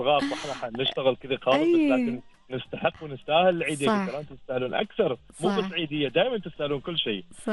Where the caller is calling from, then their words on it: Al Amerat, Muscat Governorate, Oman; أنا تحديدا في مسقط ولاية العمرات.